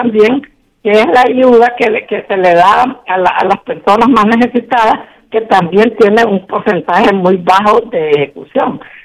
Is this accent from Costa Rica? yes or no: no; Honduras; nosotros los hondureños